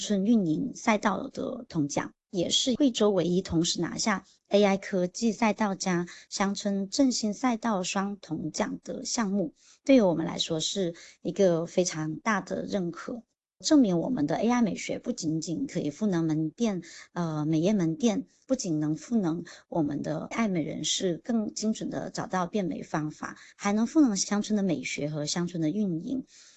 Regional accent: Hong Kong; moved away as an adult; now in Huizhou, China; 我觉得是非常适合我们港人双向通勤和发展的。

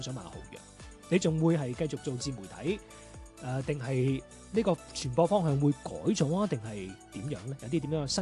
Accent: Guangdong, China; 我哋广府人好鍾意意头㗎嘛

